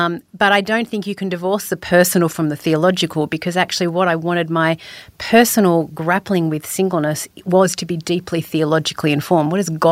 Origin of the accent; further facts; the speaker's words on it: Sydney, New South Wales, Australia; I grew up in Sydney. So I'm a Sydney girl, born and bred in what I thought was the eastern suburbs of Sydney.